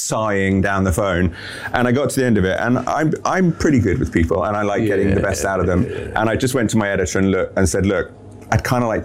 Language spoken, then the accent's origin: English; South East England, United Kingdom; So I'm from the New Forest, Hampshire, far south.